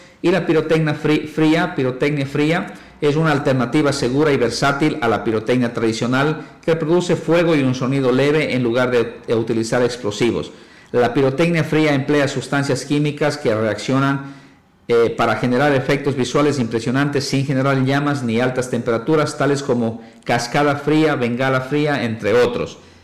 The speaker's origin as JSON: {"language": "Spanish", "town": "Sucúa", "region": "Morona Santiago", "country": "Ecuador", "said": "Se ha convertido, digamos, en una tradición como ecuatorianos, como sucueños, en las fiestas de Sucúa siempre hemos estado acostumbrados al tema de los cohetes, de los ruidos, de los silbadores, de los diablillos. Y las personas que tenemos, creo que yo, más de 40 años"}